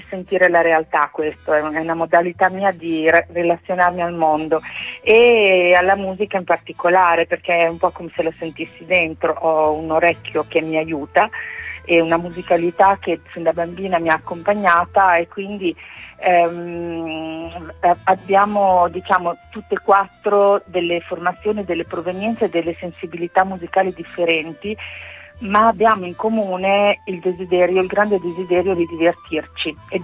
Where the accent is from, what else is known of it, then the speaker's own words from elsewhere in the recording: Alfonsine, Emilia-Romagna, Italy; accent: Romagnolo; sono di Alfonsine, vicino a Ravenna.